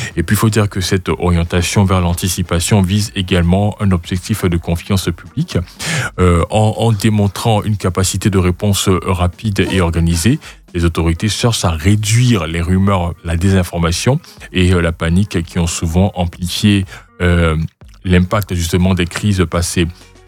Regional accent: Côte d’Ivoire

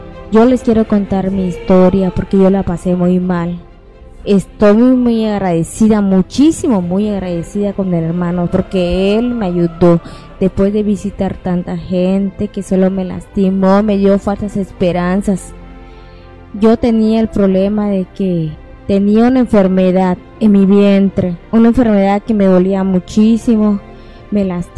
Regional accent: Chetumal, Quintana Roo, Mexico; Yo soy de Chetumal y trabajo en el mercado.

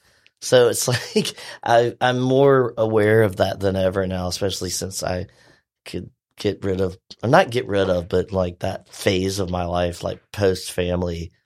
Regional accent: Mobile, Alabama, United States; also born or lived in Theodore, Alabama; So anyway, we're all from Mobile. Mm-hmm.

